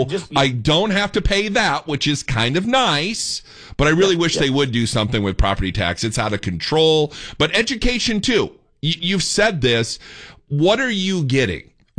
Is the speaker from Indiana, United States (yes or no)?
yes; Indiana, United States; now in Texas, United States; That's why I came here. I'm from Indiana. I came to Texas because I wanted to be a free man.